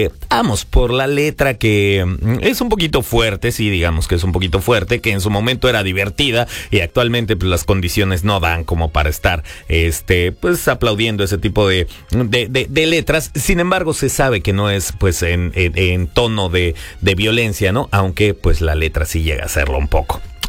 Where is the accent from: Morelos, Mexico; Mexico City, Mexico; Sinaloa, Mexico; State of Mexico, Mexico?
Mexico City, Mexico; Pues sí, somos chilangos. Y al final, pues ya saben, o sea, sí. Yo sí crecí en un huacal de aguacates o de jitomates, en cualquier pulcata que se puedan imaginar. O sea, orgullosamente.